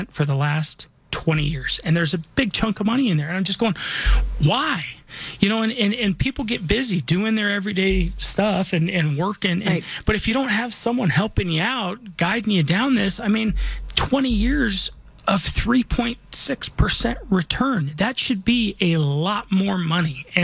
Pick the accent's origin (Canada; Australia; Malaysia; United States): United States; Denver, Colorado; I was born and raised here in Denver. This is where I call home. This is where I'm raising my family.